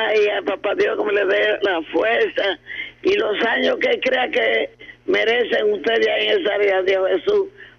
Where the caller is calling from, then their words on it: Navarrete, Santiago, Dominican Republic; y me pongo y llame a amistades aquí en Navarrete también.